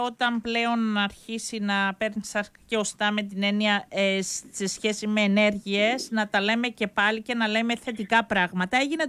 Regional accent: Cyprus; πόσα φεστιβάλ έχουμε στα χωριά της Κύπρου μας

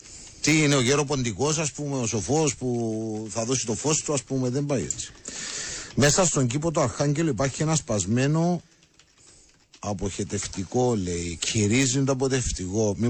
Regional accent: Akaki, Nicosia District, Cyprus; από τα Ακάκιν και ψήφισα Λήφη Δίαν.

